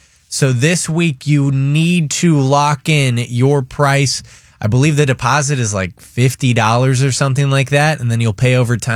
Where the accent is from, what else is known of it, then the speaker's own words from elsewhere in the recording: Michigan, United States; moved away as an adult; also born or lived in Chicago / Detroit; I'll never forget getting the call when we lived in Detroit, Michigan. I met Jed in high school, by the way, so we grew up in Michigan.